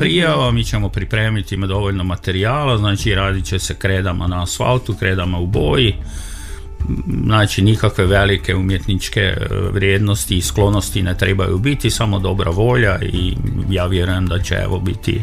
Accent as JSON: {"language": "Croatian", "town": "Ferdinandovac", "region": "Koprivnica-Križevci County", "country": "Croatia", "tie": "born there", "moved": "yes", "lives_now": "Đurđevac, Croatia", "said": "za mene kao ono, kako vele neki, naturaliziranog Pešćana, jer ja sam ipak rođeni Ferdinančan, ali s obzirom da sam tu skoro 45 godina u Đurđevcu, naravno da se osjećam Đurđevčanom i Pešćanom prije svega."}